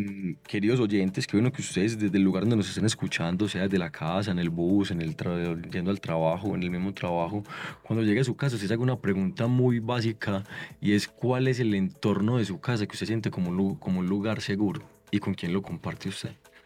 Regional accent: Colombia

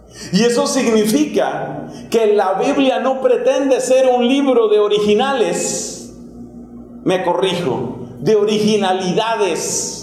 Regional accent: Colombia; Este año se ha exaltado muchísimo en mi país la figura de Gabriel García Márquez.

